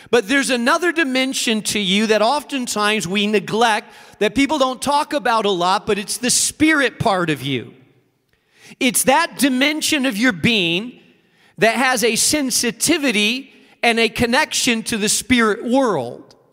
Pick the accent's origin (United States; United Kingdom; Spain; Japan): Spain; moved away; I grew up in Spain. Spain has strong coffee. I like my coffee strong.